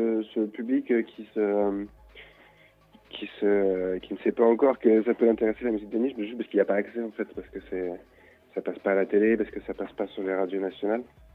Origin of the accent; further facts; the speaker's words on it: Hauts-de-France, France; j'ai grandi en Picardie, dans un tout petit village, éloigné de tout. Enfin, il n'y avait pas de disquaire, pas de salle de concert, à part la fête de la musique.